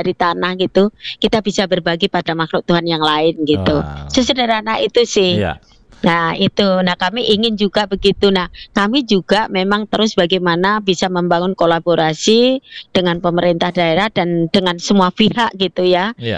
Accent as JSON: {"language": "Indonesian", "town": "Sleman", "region": "Special Region of Yogyakarta", "country": "Indonesia", "tie": "born there", "said": "bahwa kami lahir di Sleman ini, di daerah yang kasmen tangkapan airnya itu masih bagus."}